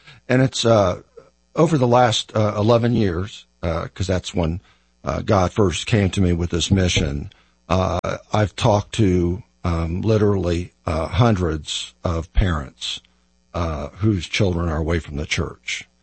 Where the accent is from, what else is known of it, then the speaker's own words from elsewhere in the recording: Westerville, Ohio, United States; born there; I grew up in the Catholic faith. I went to school at St. Paul's in Westerville and graduated from St. Francis de Sales